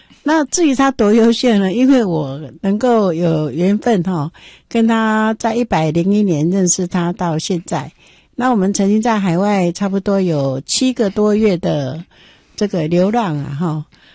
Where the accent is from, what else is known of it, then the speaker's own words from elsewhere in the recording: Taiwan; 那我们台湾是一个非常非常特殊的地方哈。我也是从高雄搭车到台北，